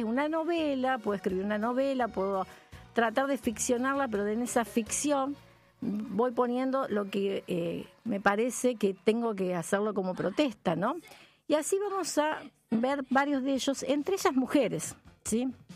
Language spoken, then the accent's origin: Spanish; Argentina; Como argentinos que somos, tenemos muy buen humor.